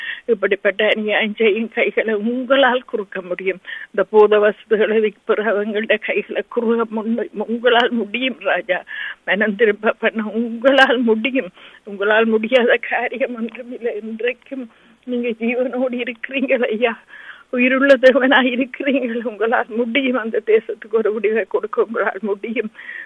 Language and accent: Tamil; Sri Lanka; born there; moved away; நாங்க பிறந்து வளர்ந்த தேசத்துக்காக